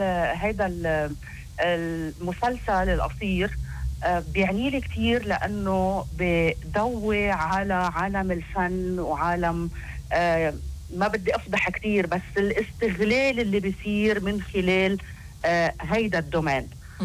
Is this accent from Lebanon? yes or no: yes; Lebanon; نحن كمواطنين لبنانية